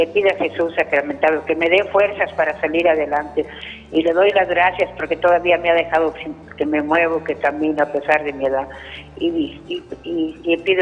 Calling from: San Francisco del Rincón, Guanajuato, Mexico; Soy de acá, de San Francisco del Rincón, Guanajuato.

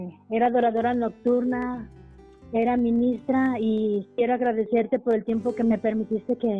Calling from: Guadalajara, Jalisco, Mexico; hablo de Guadalajara.

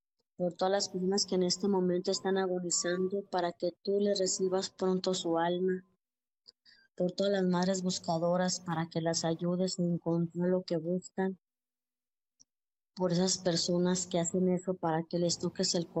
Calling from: Ocotlán, Jalisco, Mexico; Soy de Hortalicia, Zaragoza. Hablo de Ocotlán, Jalisco, México.

